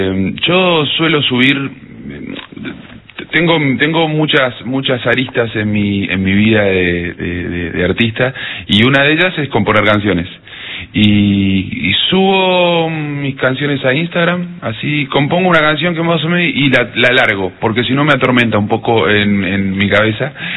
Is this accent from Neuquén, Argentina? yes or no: yes; Cutral Có, Neuquén, Argentina; now in Buenos Aires, Argentina; Yo soy de Cutralcó, Neuquén. Muy folclórico, no soy un experto fundamentalista del folclore, pero sí tengo mucha raíz folclórica porque me crié en Las Peñas